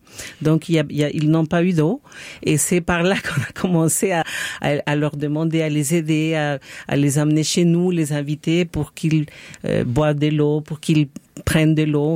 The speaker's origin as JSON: {"language": "French", "country": "El Salvador", "also_born_or_lived": "France", "moved": "as an adult", "lives_now": "Montreal, Canada", "said": "je viens du Salvador, oui. Ça fait très, très longtemps que j'ai quitté mon pays à cause de la guerre qui a vécu mon pays dans les années 70 et 80. Donc, j'ai quitté mon pays à l'âge de 18 ans. Je suis partie parce que c'était pas tellement sécuritaire. J'ai vécu en France quelques années aussi"}